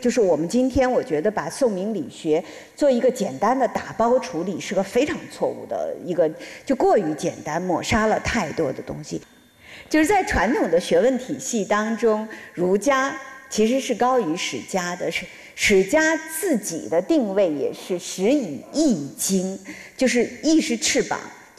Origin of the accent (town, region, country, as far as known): China